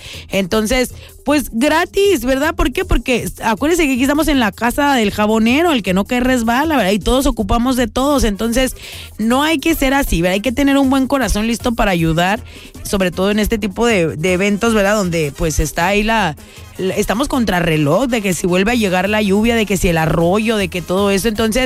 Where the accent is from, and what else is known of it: Mexico